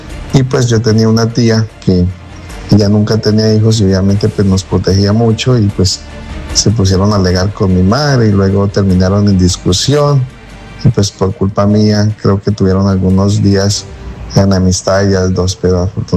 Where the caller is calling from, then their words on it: Puerto Asís, Putumayo, Colombia; Los escucho desde Puerto Asís, en el Putumayo, acá Putumayo, al sur de Colombia, frontera con el Ecuador.